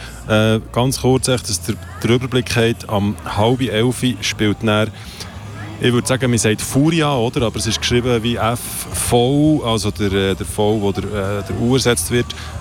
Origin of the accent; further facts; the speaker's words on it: Bern, Switzerland; ich als Berner komme auf Bio an ein Festival